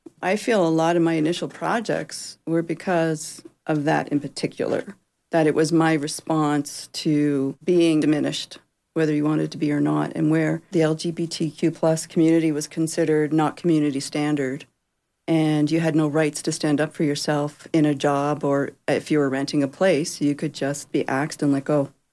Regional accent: Cape Breton, Nova Scotia, Canada; It was very different growing up in Cape Breton and being here.

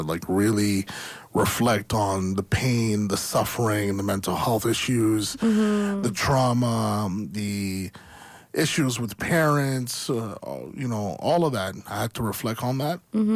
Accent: Calgary, Alberta, Canada; I grew up here. That's my relationship to Calgary. Calgary's home.

